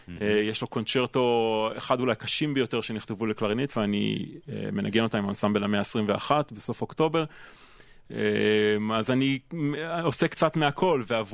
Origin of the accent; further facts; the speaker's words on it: Hungary; אני גם הונגרי בעצמי, ויש לי חיבור מיוחד למוזיקה של מלחינים הונגריים ולמסורת ההונגרית.